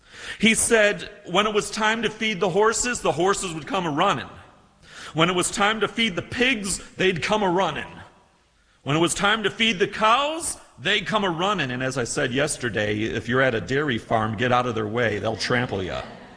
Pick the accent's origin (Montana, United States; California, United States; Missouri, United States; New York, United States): New York, United States; Nantro Bridge; And Ottawa is only about a two-hour drive north of my hometown in northern New York called Nantro Bridge.